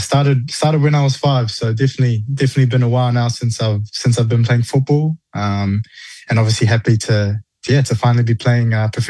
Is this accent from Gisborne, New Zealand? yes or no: no; Auckland, New Zealand; when I was 5 years old, when I was a little kid growing up in Manurewa, Auckland.